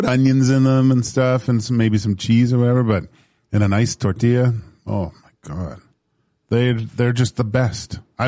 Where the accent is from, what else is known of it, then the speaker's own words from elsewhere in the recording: Haiti; I'm from Haiti. Don't you know that?